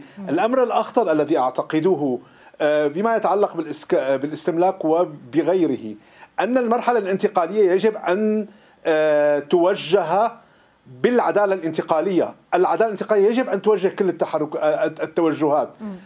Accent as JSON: {"language": "Arabic", "town": "Damascus", "region": "Damascus Governorate", "country": "Syria", "said": "كأن حي دمر دمشقي، كفر سوسة، معظمية الشام، حرستا، هذه المناطق وغيرها، بقيت أنا كوني من دمشق فأذكر هؤلاء"}